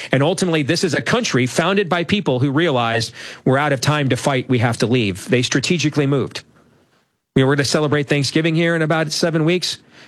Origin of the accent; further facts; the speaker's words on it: Iowa, United States; also born or lived in Michigan; I'll talk about my home state of Iowa, my former home state of Michigan.